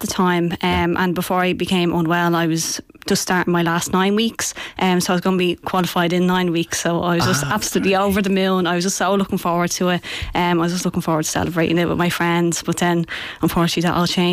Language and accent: English; Dublin, Leinster, Ireland; I'm from Dublin